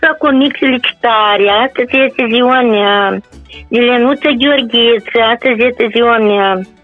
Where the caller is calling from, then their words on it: Lipnic, Ocnița District, Moldova; suntem din Nordul Republicii, de la Ocnica, satul Lipnic.